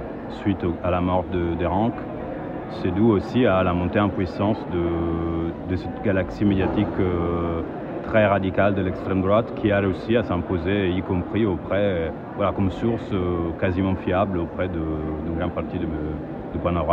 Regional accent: Italy; now in France; Ben, nous, en tant qu'Italien, on connaît très bien l'histoire de l'extrême gauche, on est réfugié en France.

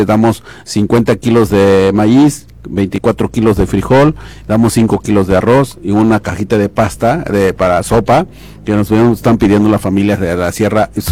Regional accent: Oaxaca, Mexico; now in Sinaloa, Mexico; Sí, yo soy oaxaqueño. Pero ya tengo más de 30 años viviendo aquí en Sinaloa.

